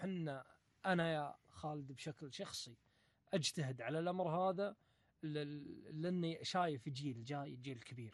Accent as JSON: {"language": "Arabic", "country": "Kuwait"}